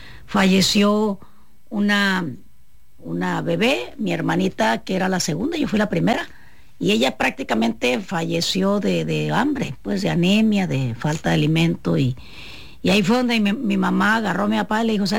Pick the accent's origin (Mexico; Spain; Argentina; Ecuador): Mexico; Aguacaliente de Cebada, Sinaloa; born there; Yo nací en un pueblo de la sierra de Sinaloa que se llama Aguacaliente de Cebada.